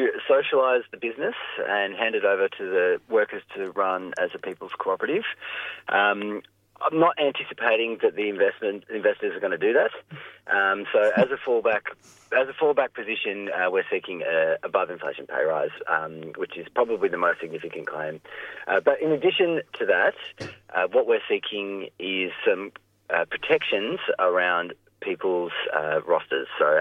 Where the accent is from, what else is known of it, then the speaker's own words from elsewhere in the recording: New South Wales, Australia; now in Melbourne, Australia; I'm from New South Wales where you can't get Savoys